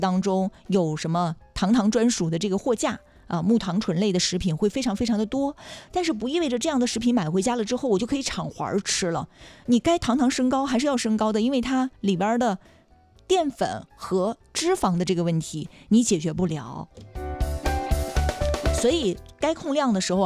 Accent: China; 我们中国人

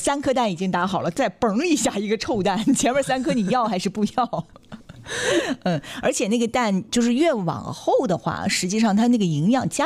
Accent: Dalian, Liaoning, China

